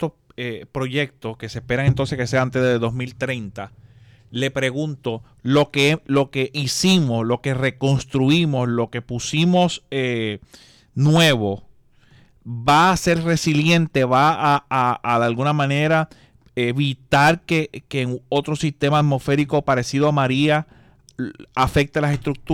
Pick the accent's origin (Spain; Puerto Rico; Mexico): Puerto Rico; Quebradillas; yo nací en un residencial en Quebradillas, viví hasta casi hasta los 20 años en residencial, desde el pocos días de nacido. Así que, de alguna manera, mi niñez y mi adolescencia crecí en un residencial.